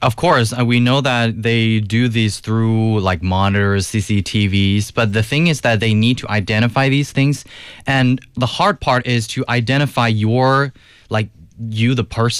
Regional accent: Wuxi, Jiangsu, China; I named it as my happy place because my hometown Wuxi was going to connect with another city, Suzhou

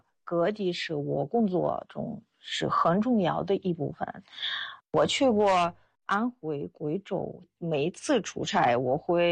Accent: Russia; Chinese is a second language; now in China; 我是俄罗斯人，我在中国生活了25年，现在在当时研究员做翻译工作。

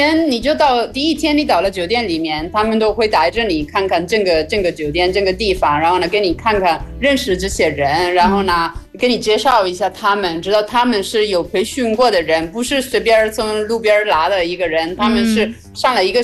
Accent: Italy; 这个是对我们意大利人来说最好玩的，这个真的是度假，

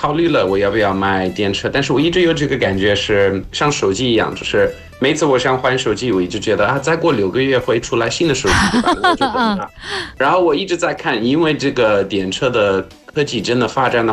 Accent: South Africa; 。 Hey guys … from South Africa.

